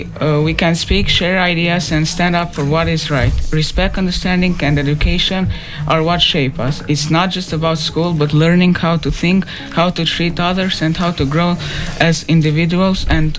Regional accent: North Macedonia; I'm 15 years old. I'm from North Macedonia

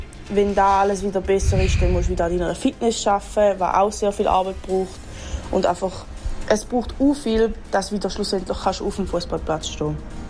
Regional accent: Switzerland; moved away as an adult; also born or lived in St. Gallen; Ich bin in Dübach aufgewachsen, bin auch in Hermetin in Schule.

